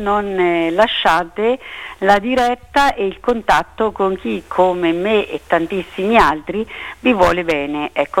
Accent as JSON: {"language": "Italian", "town": "Tolentino", "region": "Marche", "country": "Italy", "said": "io che sono di Tolentino"}